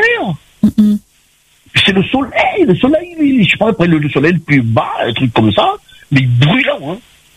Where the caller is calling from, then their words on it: Réunion; on vient de la Réunion